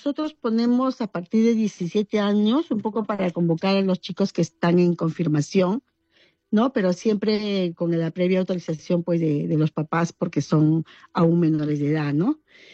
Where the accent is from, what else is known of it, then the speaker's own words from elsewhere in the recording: Peru; porque justo como buenos peruanos, el día 30 queremos venir a echar la cartita al pozo